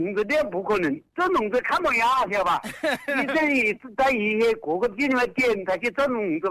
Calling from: Wuhan, Hubei, China; accent: Huangpi; 我是里集镇的。

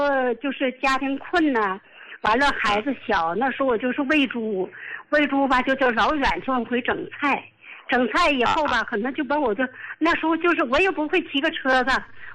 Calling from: Qiqihar, Heilongjiang, China; 我是齐齐哈尔的。

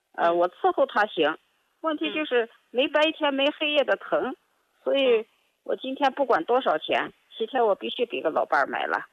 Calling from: Shenyang, Liaoning, China; 我是沈阳的啊。

